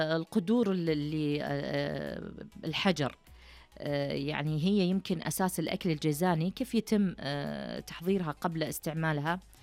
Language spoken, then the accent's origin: Arabic; Najd, Saudi Arabia; إحنا عندنا في نجد مثلا الدخن يحمس ويملح وبرضو يطحن دقيق